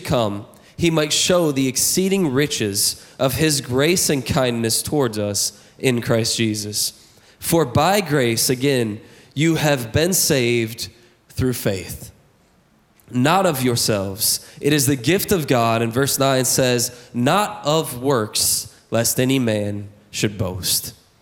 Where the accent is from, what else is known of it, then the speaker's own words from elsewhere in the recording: Michigan, United States; now in Louisiana, United States; Growing up in Michigan, our professional football team is the Detroit Lions.